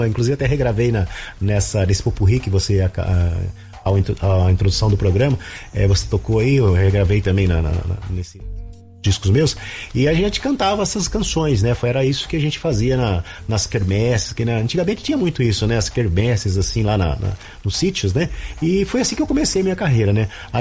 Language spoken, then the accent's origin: Portuguese; Conchas, São Paulo, Brazil; born there; Eu sou nascido em Conchas, que é uma cidade do interior de São Paulo. E isso, nasci em Conchas e depois de tantos anos voltei para minha cidade. Estou lá agora.